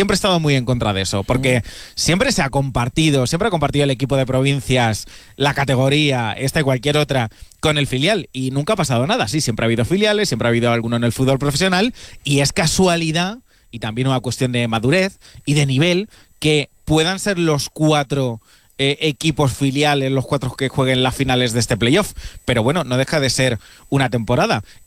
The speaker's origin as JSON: {"language": "Spanish", "town": "Toledo", "region": "Castilla-La Mancha", "country": "Spain", "said": "siempre presumo que soy de Toledo y muy del Club Deportivo Toledo"}